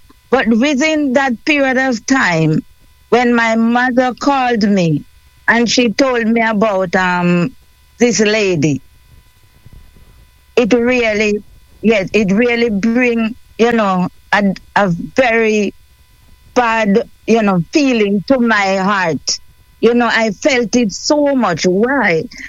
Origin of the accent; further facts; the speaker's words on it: Saint Elizabeth, Jamaica; this was a time now when I was like traveling from Kingston to my home, my country, mm-hmm. St. Elizabeth.